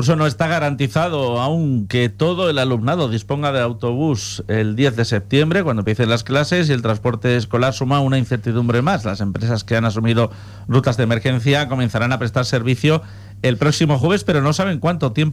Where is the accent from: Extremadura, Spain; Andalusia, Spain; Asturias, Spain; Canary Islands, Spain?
Extremadura, Spain; Una vez más, los extremeños soportamos esta canícula